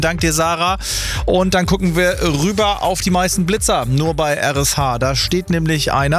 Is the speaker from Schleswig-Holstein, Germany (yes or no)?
yes; Schleswig-Holstein, Germany; Heute ist offizieller Kohlanschnitt in meiner Heimat in Dithmarschen. Das ist für mich ein absoluter Feiertag.